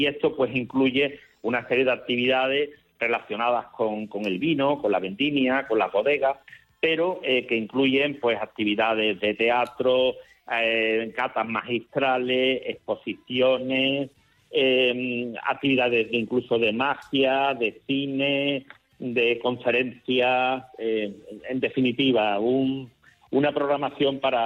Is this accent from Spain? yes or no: yes; Jerez de la Frontera, Andalusia, Spain